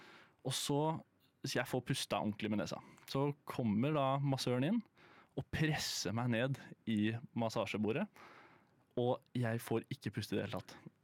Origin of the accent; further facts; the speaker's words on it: Buskerud, Norway; now in Oslo, Norway; Han hadde alt som jeg har sett på når jeg flyttet til Oslo fra Hallingdal.